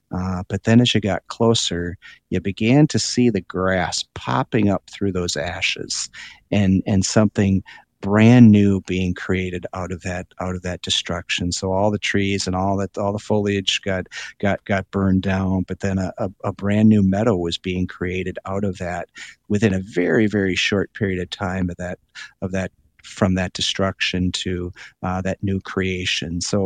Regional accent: Midwest, United States; I'm from the Midwest. Deserts aren't part of my life.

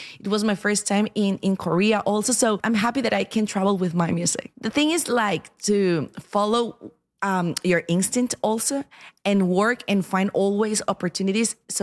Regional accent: Guatemala; English is a second language; First of all, I'm from Guatemala. Mm-hmm. I come from a family of marimba players.

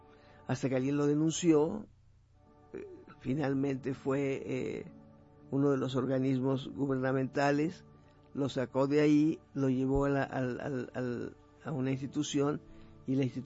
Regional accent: Mexico; Hemos estado nosotros los mexicanos y el país muy herido y muy lastimado durante mucho tiempo.

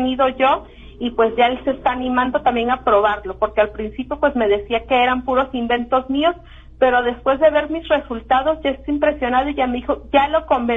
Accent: Fort Worth, Texas, United States

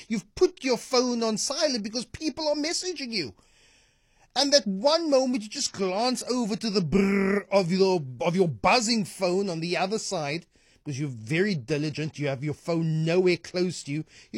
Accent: Cape Town, Western Cape, South Africa; I'm from Grassy Park.

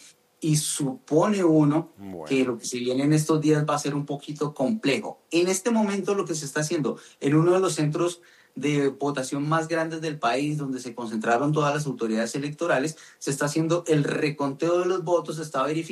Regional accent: Colombia; por lo menos la percepción que tiene uno como colombiano

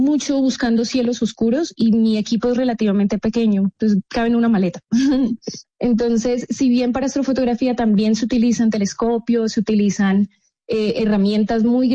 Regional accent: Bogotá, Bogotá Capital District, Colombia; born there; Yo nací en Bogotá.

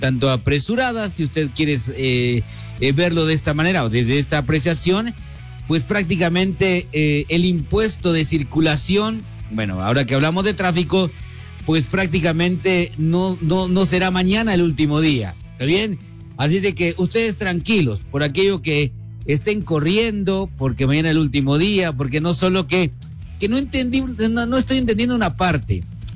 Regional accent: Guatemala; soy guatemalteco

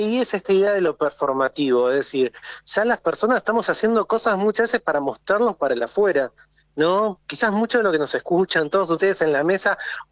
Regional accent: Campana, Buenos Aires Province, Argentina; yo nací en 1980. Mi cuarto adolescente, soy de provincia de Buenos Aires, ciudad de Campana.

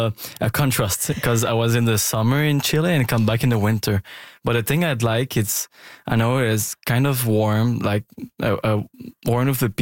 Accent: Montreal, Quebec, Canada; I grew up in Montreal and close to the downtown

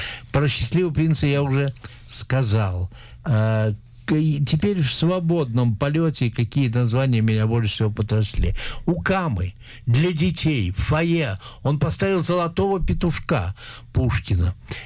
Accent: Moscow, Russia; Я внутренне спорил, как москвич

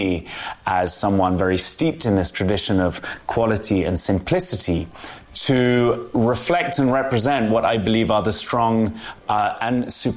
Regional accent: London, United Kingdom; I mean, one of the huge privileges of growing up in London, which is a city of over 8 million people and encompasses people from all over the world

